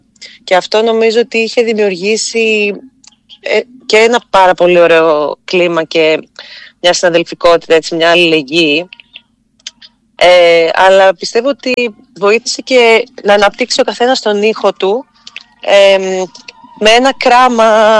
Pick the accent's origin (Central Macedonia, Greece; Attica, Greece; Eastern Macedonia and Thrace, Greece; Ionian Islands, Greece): Central Macedonia, Greece; Thessaloniki; Στην πόλη μου, στο Soul, ένα πολύ ωραίο καινούριο venue της πόλης